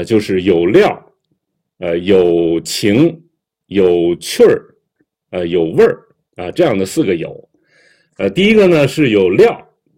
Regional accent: Tianjin, China; 这个咱们天津人特有的这种语言表达吧，就感觉特别生动啊

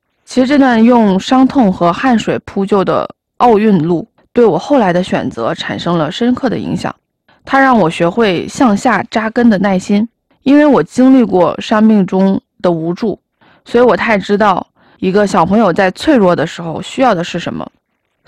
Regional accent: Tianjin, China; 其实我从小就在天津长大

